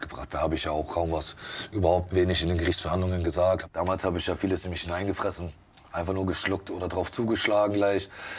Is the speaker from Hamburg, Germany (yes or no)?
yes; Hamburg, Germany; komme hier aus dem wunderschönen Stadtteil St. Pauli. Also ich bin eher St. Paulianer als Hamburger.